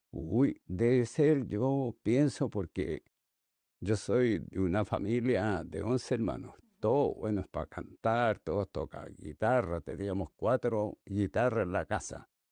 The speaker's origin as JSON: {"language": "Spanish", "town": "Lontué", "region": "Maule", "country": "Chile", "tie": "born or raised there", "said": "En Lontué, el pueblo donde yo nací."}